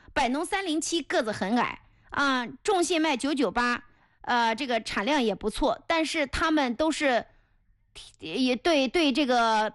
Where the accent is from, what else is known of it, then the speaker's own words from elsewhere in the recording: Mengcheng, Anhui, China; 你像我在亳州蒙城长大